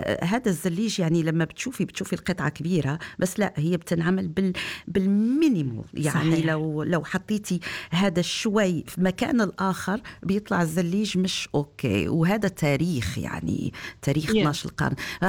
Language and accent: Arabic; Morocco; نحكي أنا وياك مغربي